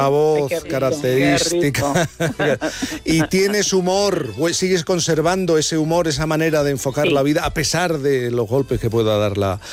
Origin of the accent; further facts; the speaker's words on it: Jerez de la Frontera, Andalusia, Spain; si soy de la provincia, si soy de Jerez, si soy de la provincia de Cádiz, el salado es lo que me va a mí.